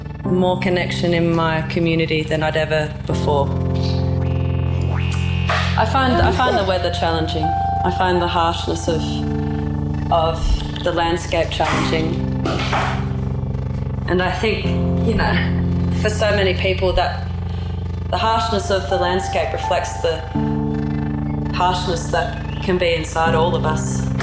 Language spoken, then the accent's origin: English; Sydney, New South Wales, Australia; born there; moved away as an adult; also born or lived in Melbourne; I was born in Royal North Shore Hospital in Sydney.